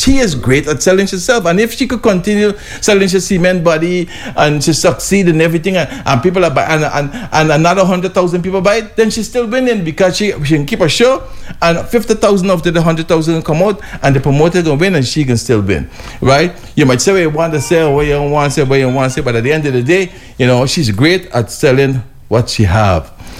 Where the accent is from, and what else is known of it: Guyana